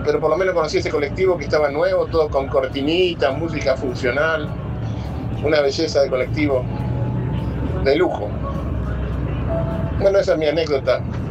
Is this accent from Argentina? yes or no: yes; Buenos Aires, Argentina; now in González Catán, Argentina; soy de González Catán y cuando era chico vivía en Lugano